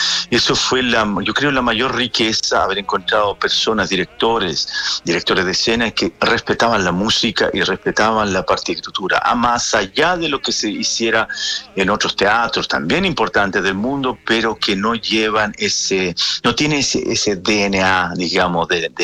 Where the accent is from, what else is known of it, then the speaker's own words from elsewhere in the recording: Chile; la verdad siempre ha sido chileno. Además soy italiano, así lo digo yo, pero soy chileno.